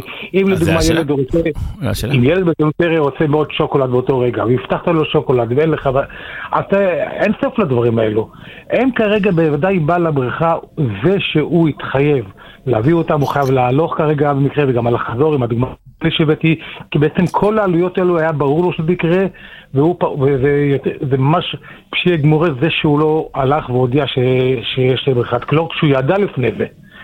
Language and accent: Hebrew; Bnei Brak, Tel Aviv District, Israel; אני בני ברקי.